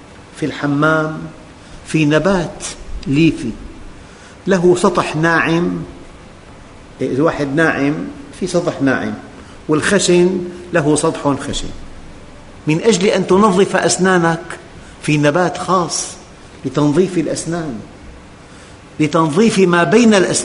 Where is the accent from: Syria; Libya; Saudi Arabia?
Syria; بلدنا سوريا